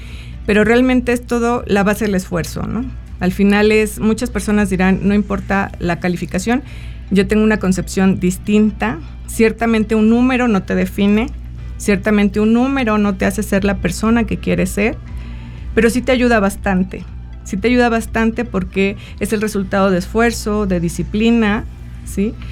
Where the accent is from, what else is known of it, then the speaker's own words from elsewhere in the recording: Rioverde, San Luis Potosí, Mexico; yo soy de Río Verde, San Luis Potosí